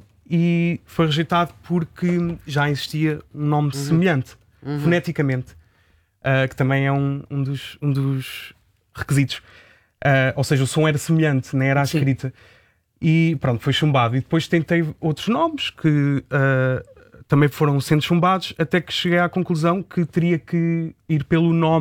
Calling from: Leiria District, Centro, Portugal; Eu vivo perto da Nazaré. Sou do distrito de Leiria, sim.

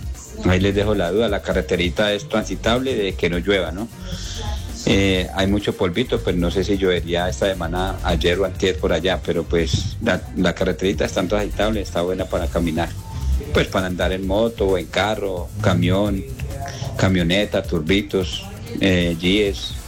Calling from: La Unión, Valle del Cauca, Colombia; Yo soy de La Unión.

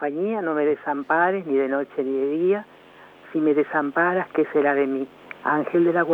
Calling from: Chascomús, Buenos Aires Province, Argentina; de Chascomús.

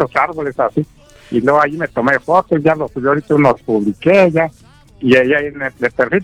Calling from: Juan Aldama, Mexico; para toda la gente bonita de aquí de Juan Lama que nos escucha

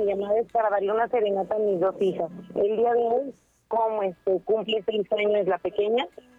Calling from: Tenango del Aire, State of Mexico, Mexico; Soy de Tenango del Aire.

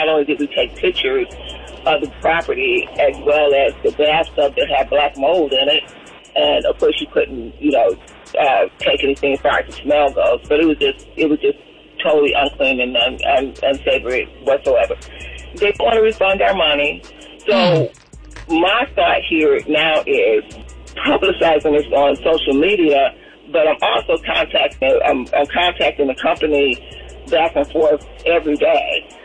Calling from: Atlanta, Georgia, United States; from Atlanta.

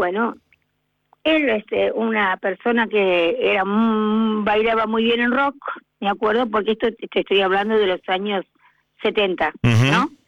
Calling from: Buenos Aires, Argentina; de Balvanera

